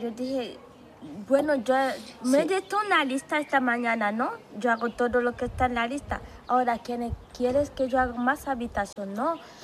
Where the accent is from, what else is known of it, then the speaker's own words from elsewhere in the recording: Colombia; now in Spain; Sí, yo soy colombiana. Bueno, colombiana, llevo 25 años en España, pero soy de Colombia.